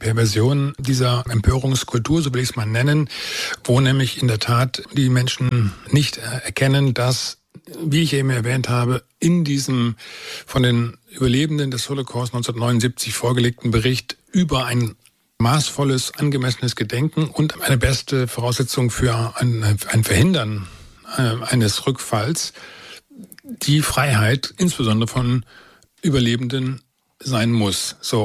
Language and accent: German; Germany; als Deutscher